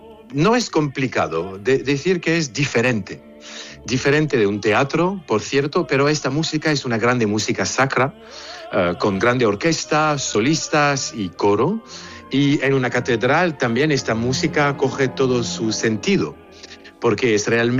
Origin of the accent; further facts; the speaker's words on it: France; Spanish is a second language; Yo soy francés, pero mi madre estaba española